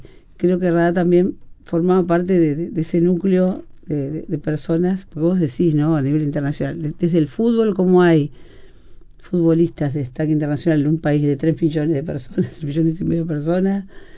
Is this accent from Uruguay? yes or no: yes; Uruguay; a la uruguaya, como decimos nosotros